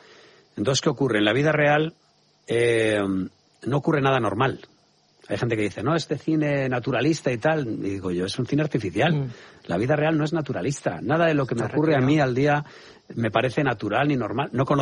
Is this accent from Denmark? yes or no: no; Spain